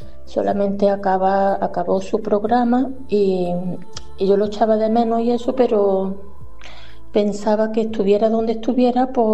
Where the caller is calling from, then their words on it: Córdoba, Andalusia, Spain; de Córdoba.